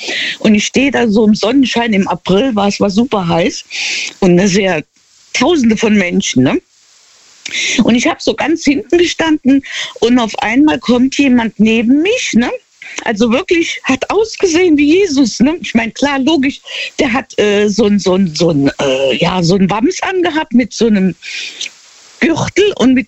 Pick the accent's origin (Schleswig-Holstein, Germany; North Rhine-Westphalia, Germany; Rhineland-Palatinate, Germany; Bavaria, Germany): Rhineland-Palatinate, Germany; In der Nähe von Trier.